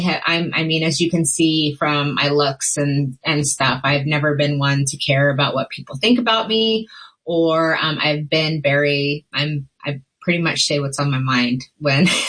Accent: Kansas, United States; I grew up in Kansas, northwest corner of Kansas, and grew up on a farm. I know I do not look like a farm person, but I really am.

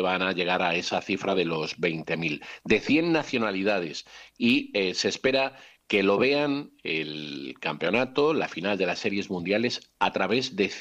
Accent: Galicia, Spain; con nuestro gallego

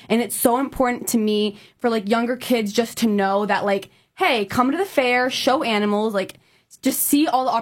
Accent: Gratiot, Wisconsin, United States; I'm from Gratiot.

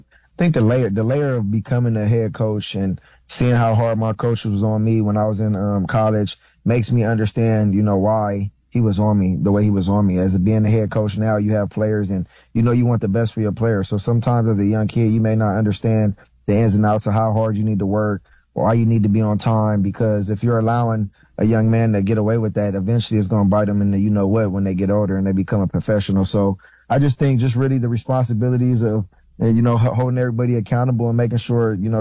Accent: Los Angeles, California, United States; You know, USC was right there in my backyard. I grew up in the Crenshaw district, and, you know, that was literally in my backyard

